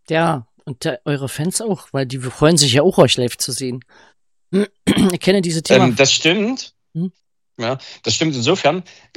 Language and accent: German; Leipzig, Saxony, Germany